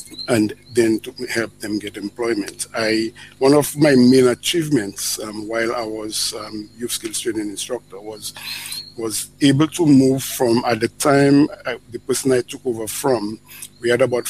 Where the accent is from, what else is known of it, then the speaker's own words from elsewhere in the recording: Grand Bay, Dominica; I was born in Granby. I grew up in Granby, went to school in Granby, Granby Primary School.